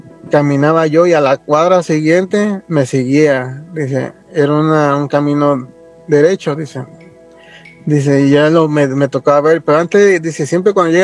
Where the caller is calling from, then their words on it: Las Vegas, Nevada, United States; Hola, Yene Nacho, yo soy … de La Vegas, ¿cómo están? Hola, saludos de aquí de Las Vegas.